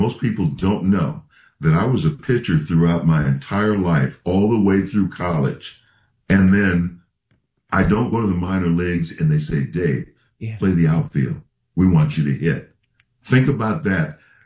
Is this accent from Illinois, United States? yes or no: no; Minnesota, United States; The Vikings, my hometown, drafted me.